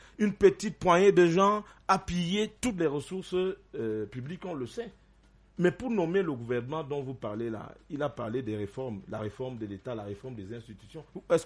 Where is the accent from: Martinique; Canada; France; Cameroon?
Cameroon; je dis, nous sommes des Camerounais. D'ailleurs, c'est notre pays à nous tous.